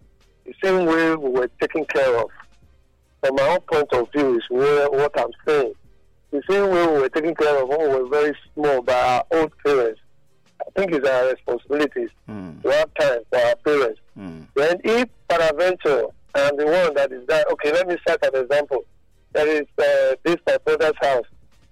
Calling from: Benin; I'm calling from

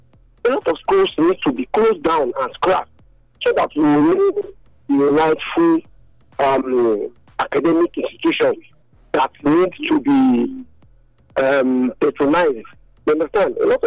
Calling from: Nigeria; I'm calling from Nigeria.

